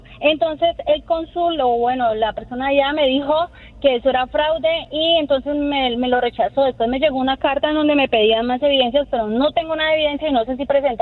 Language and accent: Spanish; Morristown, New Jersey, United States; Sí, yo soy de Morristown, New Jersey.